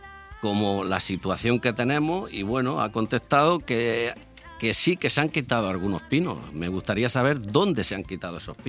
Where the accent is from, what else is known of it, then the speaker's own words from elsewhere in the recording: Baza, Andalusia, Spain; Mira, yo una anécdota. Yo tenía una finca en mi pueblo, ¿vale?